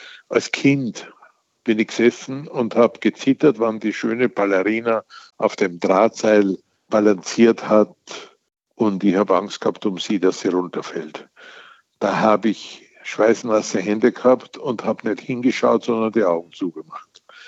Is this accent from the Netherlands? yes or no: no; Austria; Ich bin in einem Industriedorf in Österreich aufgewachsen mit zwei Fabriken. Alle diese Leute haben in den zwei Fabriken gearbeitet, 6000 Einwohner, die Hälfte in einer Eisengießerei und die andere Hälfte in der Porzellanfabrik.